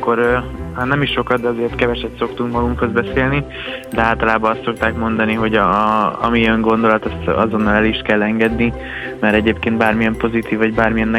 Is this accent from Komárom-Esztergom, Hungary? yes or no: yes; Komárom, Komárom-Esztergom, Hungary; moved away as an adult; now in Budapest, Hungary; Igen, ott születtem, ott nevelkedtem, és nem olyan régen kerültem fel egyébként Budapestre, de hát azt elmondhatom, hogy a szívem az sokszor hazahúz, és nagyon szeretem Komáromot.